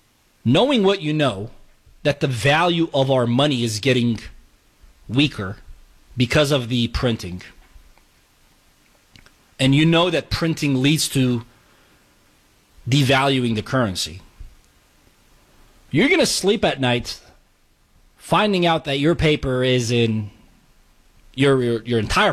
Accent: United States; And obviously, the best thing that you can do as an American is to show up.

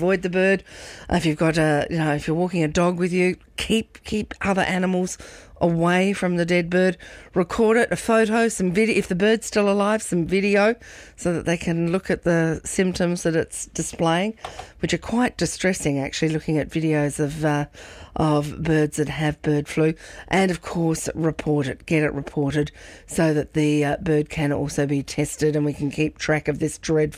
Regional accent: South Australia, Australia; this is an utter tragedy of a story from my home state. An Adelaide Hills worker

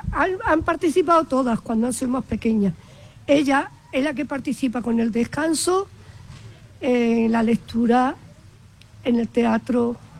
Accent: Seville, Andalusia, Spain; moved away as an adult; now in Viator, Spain; 44 años adoptada, soy sevillana.

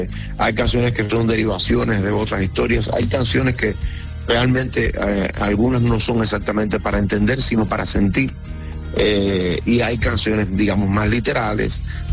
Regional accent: Guantánamo, Cuba; Esencialmente eso es … un dueto que no somos habaneros, somos de Guantánamo, de la región más oriental de Cuba

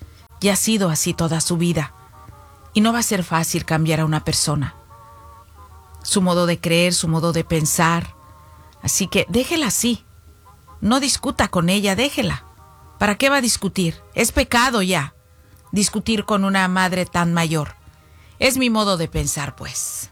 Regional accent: Zacualco de Torres, Jalisco, Mexico; moved away; cuando yo estaba allá en mi pueblo en Zacualco de Torres, Jalisco.

